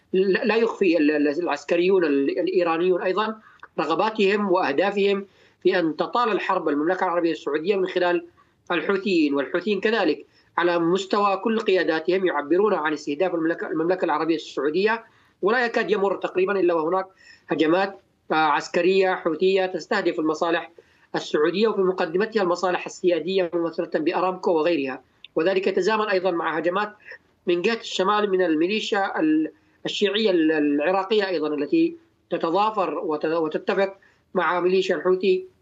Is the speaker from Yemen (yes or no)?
yes; Yemen; now in Istanbul, Turkey; كلنا كيمنيين